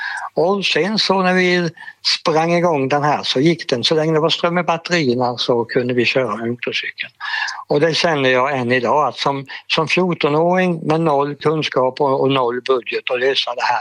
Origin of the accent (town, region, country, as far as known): Sävsjö, Jönköping County, Sweden; born or raised there